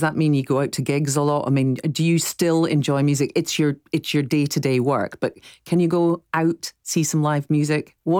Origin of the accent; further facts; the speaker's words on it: Scotland, United Kingdom; We're Scottish.